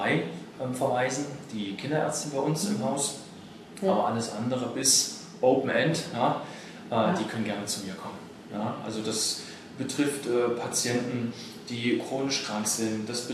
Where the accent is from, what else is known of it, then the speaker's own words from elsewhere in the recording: Halle, Saxony-Anhalt, Germany; Ich komme aus Halle.